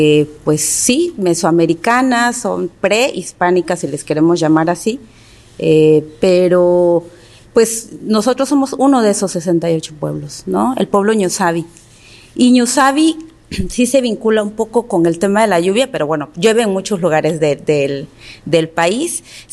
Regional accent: Guerrero, Mexico; first language Mixtec (Tu'un Savi); Spanish is a second language; en mi lengua materna, ¿no? El tumsabi

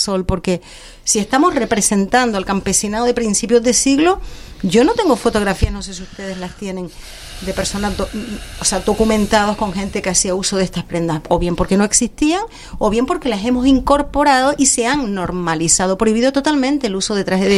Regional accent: Canary Islands, Spain; fomentando nuestra canariedad y nuestra lengua

